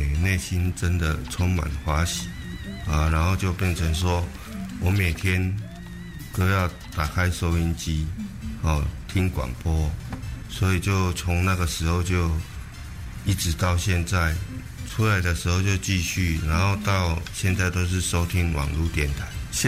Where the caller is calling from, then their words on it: Pingtung County, Taiwan; 我是屏东的听友